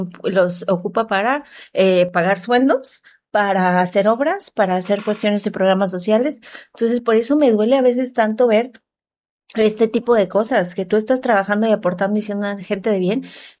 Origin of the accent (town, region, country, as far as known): Mexico